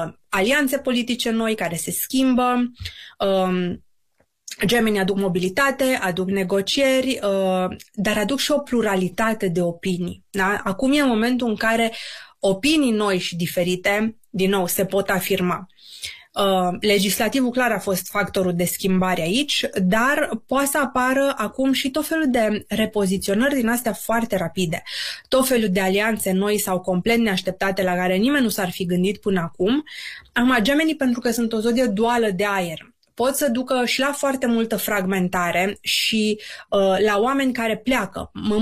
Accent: Romania; trebuie să ne așteptăm la asta ca români

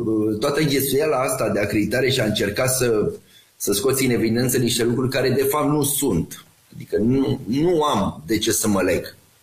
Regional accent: Romania; Eu ca român am totuși o mândrie românească.

